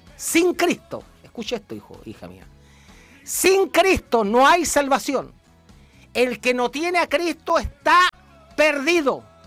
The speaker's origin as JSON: {"language": "Spanish", "country": "Chile", "said": "Nosotros, los gentiles, aunque tenemos sangre judía, porque en Chile es muy poco el chileno que no tenga la sangre española y tenga genealogía judía, la verdad es que nosotros, los creyentes, los cristianos"}